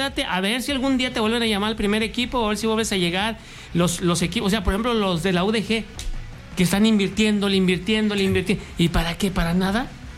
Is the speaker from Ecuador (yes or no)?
no; Oaxaca, Mexico; yo soy oaxaqueño